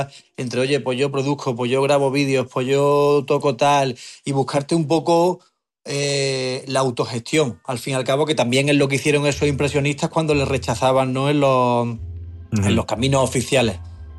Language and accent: Spanish; Córdoba, Andalusia, Spain; yo soy de Córdoba.